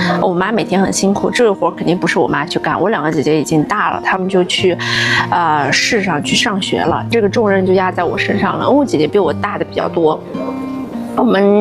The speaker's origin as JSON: {"language": "Chinese", "area": "Ili", "region": "Xinjiang", "country": "China", "tie": "born or raised there", "lives_now": "Ürümqi, China", "said": "其实我是一个土生土长的新疆伊犁农村里出来的小姑娘。"}